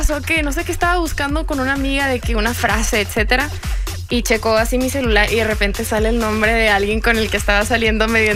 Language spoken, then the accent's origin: Spanish; Texas, United States; also born or lived in Monterrey, Nuevo León, Mexico; Yo nací en Monterrey, Nuevo León, soy fronteriza, viví toda mi vida en Texas.